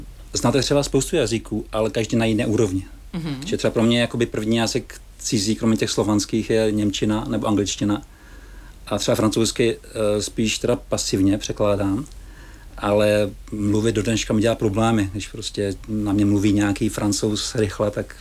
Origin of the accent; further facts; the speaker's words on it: Moravská Třebová, Pardubice Region, Czechia; also born or lived in Svitavy / Ostrava; Rodné není, já jsem se narodil ve Svitavech v Porodnici a pak jsem žil v Moravské Třebové. Takže jsem vlastně spíš jakoby srdcem Moravskotřebovák, ale i Ostravák, kam jsem se stěhoval za tátou.